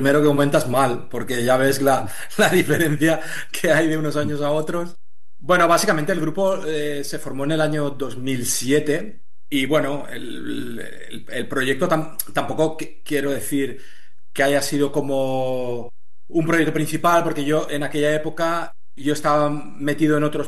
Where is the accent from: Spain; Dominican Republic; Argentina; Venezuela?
Spain; Vilanova; los tres somos de Vilanova